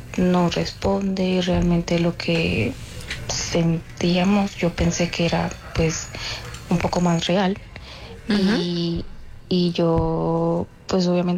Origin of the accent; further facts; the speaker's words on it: Valledupar, Cesar, Colombia; yo hace ya un mes conocí a un chico, yo soy de Valledupar, y yo lo conocí en una licorería